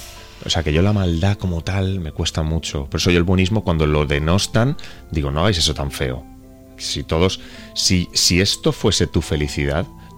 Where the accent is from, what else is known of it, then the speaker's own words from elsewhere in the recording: Elda, Valencian Community, Spain; Yo recuerdo ver esta peli, yo soy de Elda, de Alicante, con mi padre en el cine Cervantes.